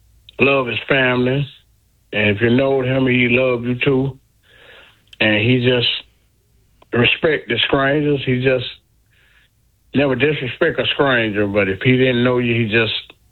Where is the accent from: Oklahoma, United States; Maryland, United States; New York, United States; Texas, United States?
New York, United States; growing up in Brooklyn myself.